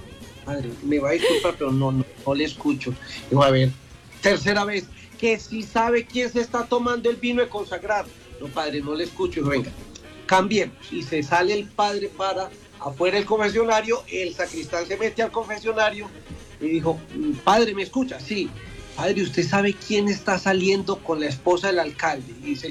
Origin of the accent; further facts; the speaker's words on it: Entrerríos, Antioquia, Colombia; Caramanchuma, Entre Ríos. Que es mi pueblo.